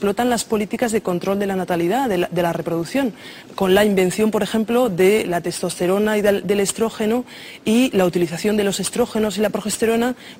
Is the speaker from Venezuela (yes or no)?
no; Burgos, Castile and León, Spain; born or raised there